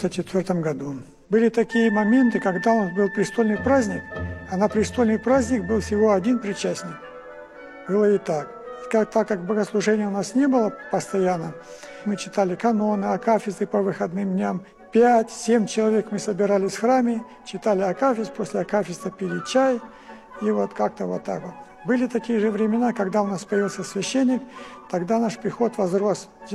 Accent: Kazakhstan; Я приехал из Казахстана.

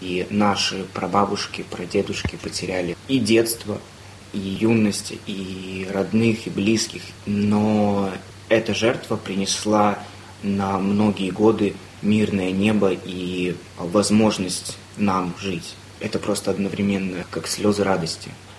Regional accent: Lithuania; moved away; Я приехал из Литвы. Сам День Победы у нас в Литве 8 мая.

